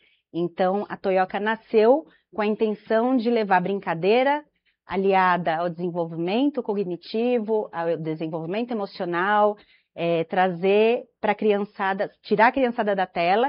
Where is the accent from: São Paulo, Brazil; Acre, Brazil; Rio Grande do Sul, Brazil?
São Paulo, Brazil; Guarulhos; Bom, eu nasci em Guarulhos, Nasci numa rua onde toda a família morava nessa mesma rua. Então, cresci com os meus primos, vizinhos